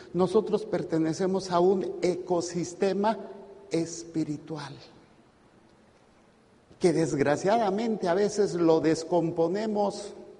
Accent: Mexico City, Mexico; Yo soy chilango, sí, es un defecto, dicen

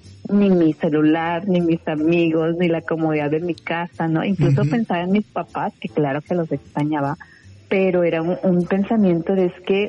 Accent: Guadalajara, Jalisco, Mexico; Yo soy de Guadalajara.

